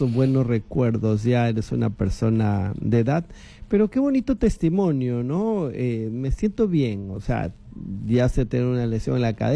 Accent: Chepén, La Libertad, Peru; born there; moved away; also born or lived in Cajamarca / Trujillo / Piura; Yo también nací en un pueblito de Cajamarca y amo Cajamarca, por supuesto, pero Chepén está muy clavado en mi corazón. Chepén, Pacanguilla, Trujillo, donde viví, donde empecé mi ministerio sacerdotal, Piura también.

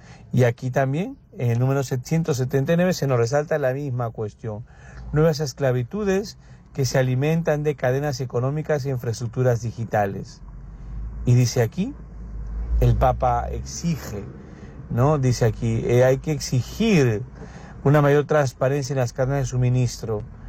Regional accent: Peru; also born or lived in Pamplona, Spain; en mi país, aquí en Perú

